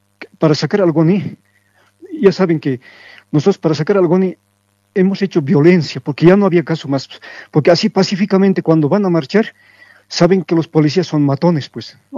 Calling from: El Alto, La Paz, Bolivia; Yo vivo en El Alto

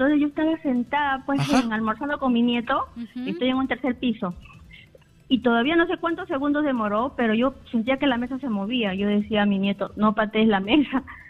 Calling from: Lima, Peru; De San Martín de Porres.

